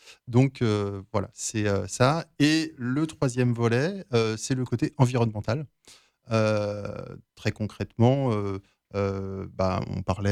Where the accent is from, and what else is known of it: Brittany, France